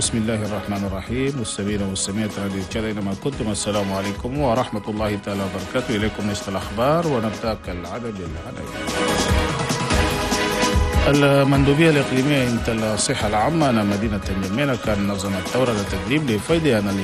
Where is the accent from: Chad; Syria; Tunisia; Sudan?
Chad; هو تاريخنا الاستقلال هنا بلدنا تشاد